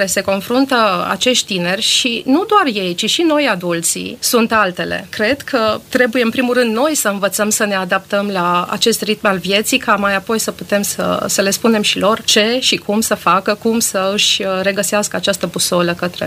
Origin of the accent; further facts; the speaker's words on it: Târgu Mureș, Mureș County, Romania; born there; Eu m-am născut în Târgu Mureș și o perioadă de aproximativ 6-7 ani am activat în Liga Tineretului Ortodox.